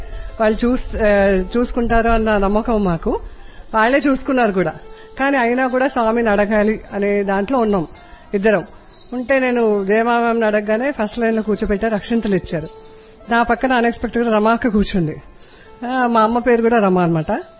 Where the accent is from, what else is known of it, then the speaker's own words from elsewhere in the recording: Hyderabad, Telangana, India; నేను హైదరాబాద్ నుండి వచ్చాను.